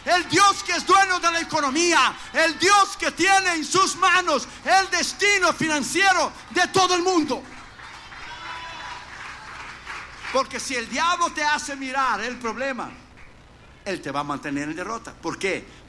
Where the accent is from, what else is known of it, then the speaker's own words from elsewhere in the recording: Brazil; Spanish is a second language; Desde el soccer, como soy brasileño, te voy a dar una ilustración.